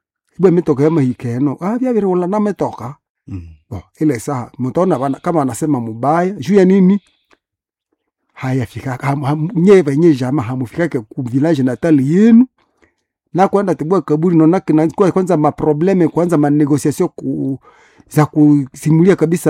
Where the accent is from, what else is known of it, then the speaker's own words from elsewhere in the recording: Butembo, North Kivu, DR Congo; born there; Kuna jamaa mingi tulizaliwa hapa Butembo.